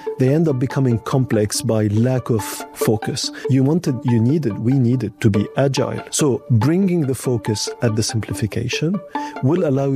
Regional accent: Lebanon; moved away as an adult; also born or lived in France; So I grew up in Lebanon. At age 18, I moved to France for my university.

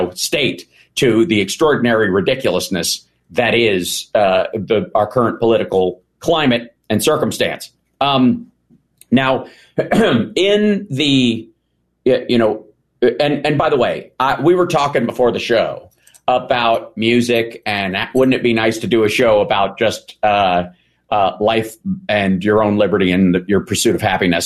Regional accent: Kentucky, United States; I'm from Kentucky

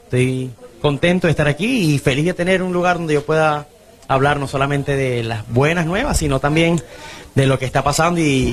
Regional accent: Venezuela; now in Puerto Rico; Y yo como venezolano, en esta isla

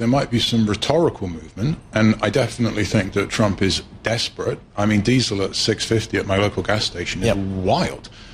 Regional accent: United Kingdom; which makes me as a British a Britisher rather jealous, because I used to have an Italian passport, de jure.

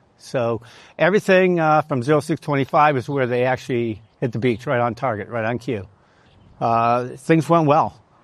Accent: Michigan, United States; I grew up in Michigan.

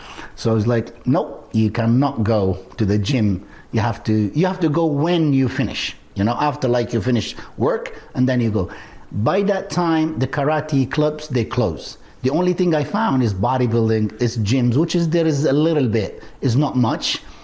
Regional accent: Libya; also born or lived in United Kingdom; now in Qatar; I won the African Championship because I'm really from Libya, and then I moved to UK in England, I won the European Championship, and then I moved to Qatar

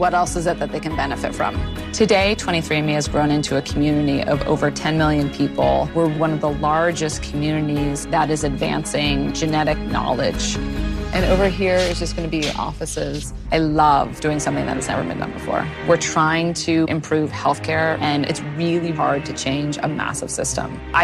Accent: California, United States; I grew up in the Bay Area.

